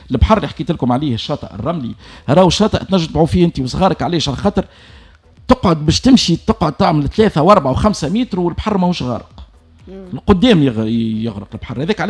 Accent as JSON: {"language": "Arabic", "town": "Fondouk Jedid", "region": "Nabeul Governorate", "country": "Tunisia", "tie": "born or raised there", "said": "ومتسكنين منطقه فندق جديد انا ولد فندق جديد"}